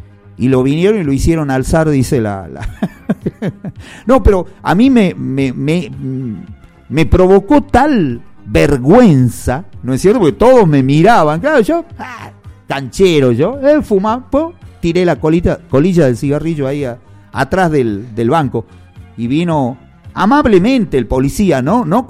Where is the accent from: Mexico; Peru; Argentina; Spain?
Argentina; Tucumán; perdone, yo soy tucumano, como diciendo, allá en Tucumán no nos dejan